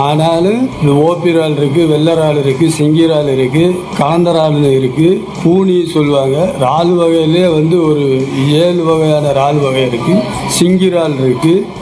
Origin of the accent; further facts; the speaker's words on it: Rameswaram, Tamil Nadu, India; அவ்வளவு அருமையான பெயர் பெற்ற ஊர் தான் நம்ம ஊர்.